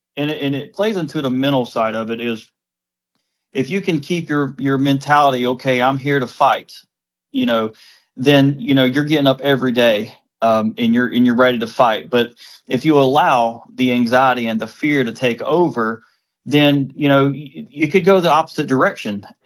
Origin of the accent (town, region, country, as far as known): Dothan, Alabama, United States; born or raised there